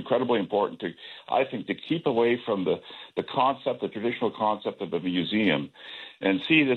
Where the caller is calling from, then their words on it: Canada; And from our standpoint, I know we're calling from Canada.